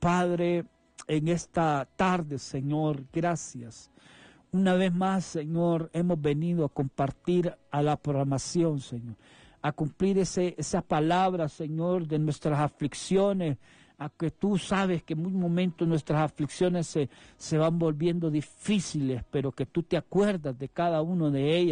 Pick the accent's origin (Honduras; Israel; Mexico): Honduras